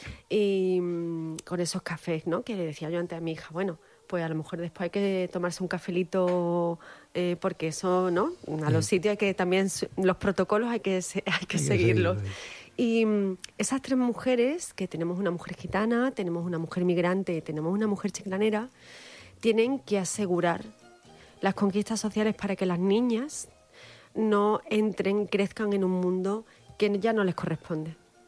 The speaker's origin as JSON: {"language": "Spanish", "town": "Málaga", "region": "Andalusia", "country": "Spain", "said": "yo digo que soy andaluza. Y eso es muy importante. Yo soy malagueña y vivo en Málaga y yo quiero muchísimo a mi ciudad"}